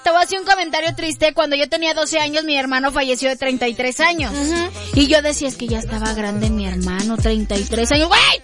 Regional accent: Mexico; ¿por qué saben que soy mexicana?

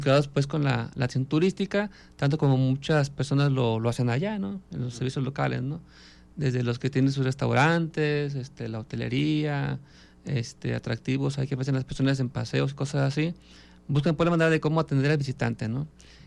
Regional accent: Jalisco, Mexico; encuentro más conexión pues a mi tierra con la novela, ¿no? Porque le encuentro muchos facetas que el escritor conoce de la gente local, sabía bien cómo eran nuestras costumbres, nuestros modos, inclusive de pensar

